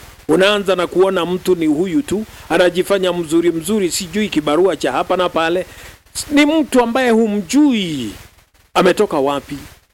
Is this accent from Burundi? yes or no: no; Kenya; Hata sisi wa Kenya tujihadhari.